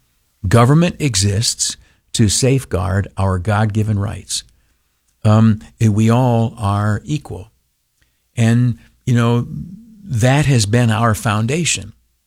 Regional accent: United States

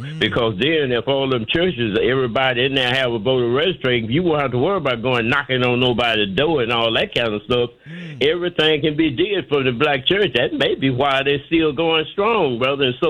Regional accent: Mississippi, United States; I grew up in Mississippi and was born in 1945

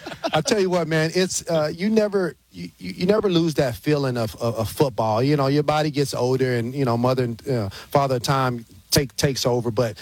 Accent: Texas, United States; moved away; Kansas City is like a second home for me. Born and raised in Texas

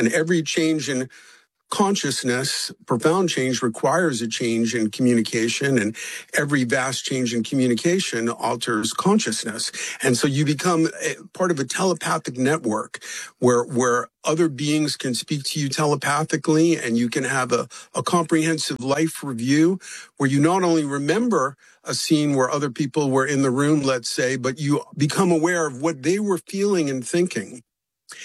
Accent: Bronx, New York, United States; born or raised there

